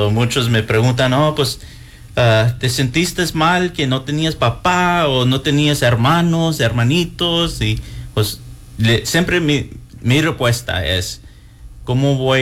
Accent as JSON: {"language": "Spanish", "town": "San Antonio", "region": "Texas", "country": "United States", "also_born_or_lived": "Lubbock, Texas", "moved": "as an adult", "lives_now": "East Texas, United States", "said": "Sí, soy de San Antonio, Texas."}